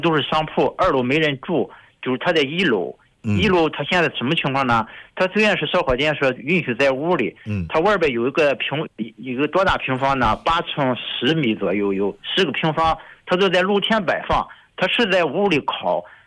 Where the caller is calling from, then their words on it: Jinan, Shandong, China; 我是济南浑源区泰安路的。